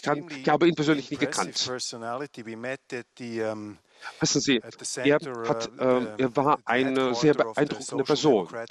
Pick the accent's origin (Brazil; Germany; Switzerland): Switzerland; Ich komme aus der Schweiz.